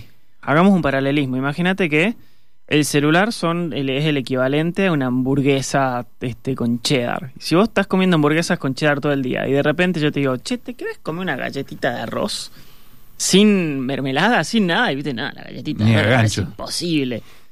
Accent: Jujuy, Argentina

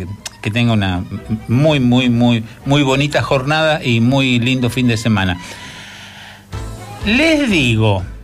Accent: Argentina

